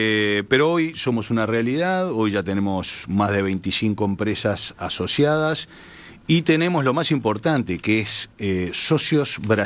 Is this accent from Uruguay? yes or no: yes; Uruguay; Para nosotros como uruguayos